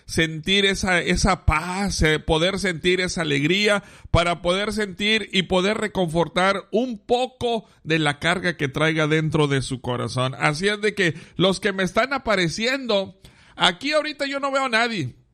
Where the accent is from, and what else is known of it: Mexico